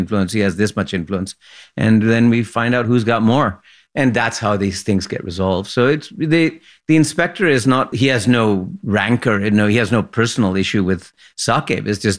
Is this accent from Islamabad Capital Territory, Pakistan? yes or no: no; Lahore, Punjab, Pakistan; I was brought up in Lahore, and we had these, you know, wonderful old you know, they're called servants, I guess.